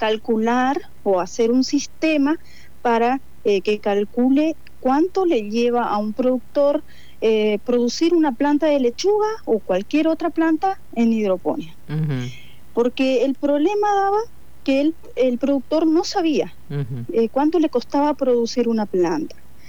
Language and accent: Spanish; Las Tunas, Misiones, Argentina; moved away as an adult; now in Apóstoles, Argentina; Bien, yo soy de Las Tunas. Uh-huh. Me trasladé hasta la ciudad de Apóstoles para poder seguir la carrera del profesorado en computación.